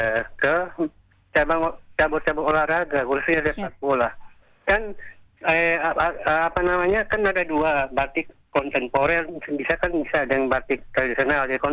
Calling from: Sorong, Southwest Papua, Indonesia; dari Sorong.

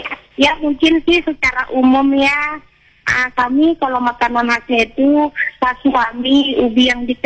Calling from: Southeast Sulawesi, Indonesia; Itu makanan khas kami di Buton Tengah.

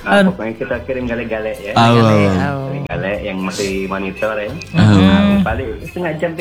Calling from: Medan, North Sumatra, Indonesia; saya ini memang orang Medan, tapi saya Islam.

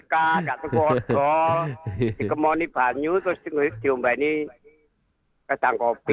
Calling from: Java, Indonesia; Ya aku wong Jawa wong gembili

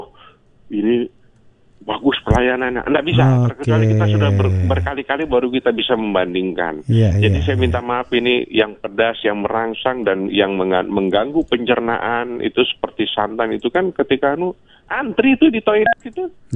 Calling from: Samarinda, East Kalimantan, Indonesia; Saya kan Samarinda Utara

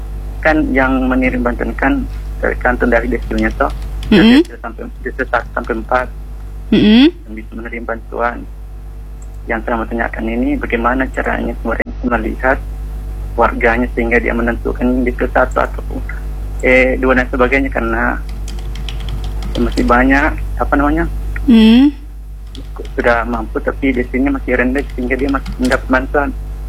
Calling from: South Sulawesi, Indonesia; Dari Kabupaten Bone.

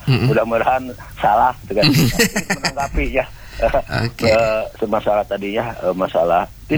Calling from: Garut, West Java, Indonesia; Salam olahraga nih, saya dari Jawa Barat nih, dari Kabupaten Garut.

